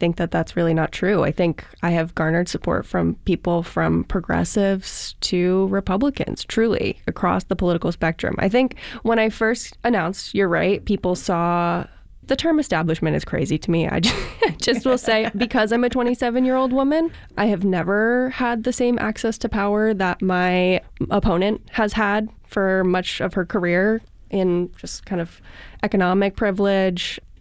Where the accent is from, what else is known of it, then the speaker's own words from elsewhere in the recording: Williamsburg, Massachusetts, United States; I grew up in Williamsburg.